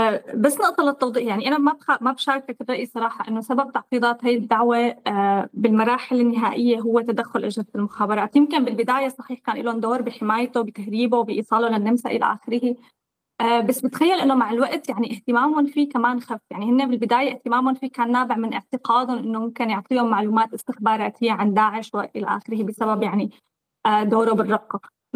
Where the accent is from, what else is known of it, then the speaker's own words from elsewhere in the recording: Syria; وجميع احتياجات العدالة اللي نحن عندنا إياها كسوريين وسوريا